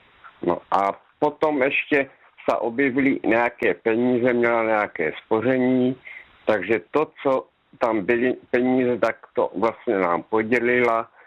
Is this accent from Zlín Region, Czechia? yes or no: yes; Luka, Zlín Region, Czechia; born or raised there; now in Topolná, Czechia